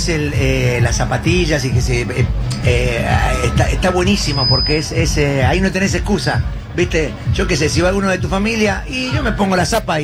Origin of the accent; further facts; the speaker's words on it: Palomar, Buenos Aires Province, Argentina; he ido al colegio, he tenido mis novias en Caseros. Yo soy de Palomar, así que imagínate que esto para mí es parte de mi vida.